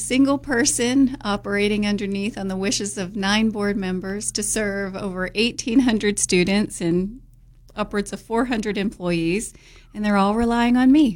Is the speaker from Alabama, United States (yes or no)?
no; Pittsburgh, Pennsylvania, United States; Actually, I was born and raised in Pittsburgh, Pittsburgh, PA here, and grew up in a not so well-off area and a not-so-well-off family structure.